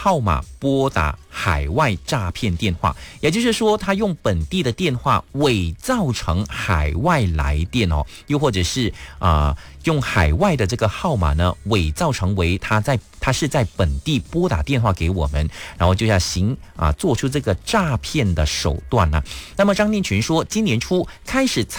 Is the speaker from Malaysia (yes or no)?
yes; Malaysia; 那就可以保护到我们马来西亚人的权益啊